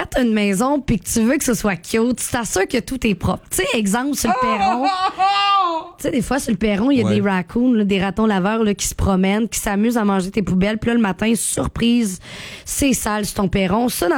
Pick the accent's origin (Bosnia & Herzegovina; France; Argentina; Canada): Canada; Quebec; Hey, on est des Québécois.